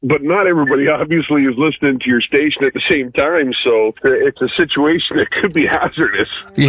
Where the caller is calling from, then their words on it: Canada; as a proud Canadian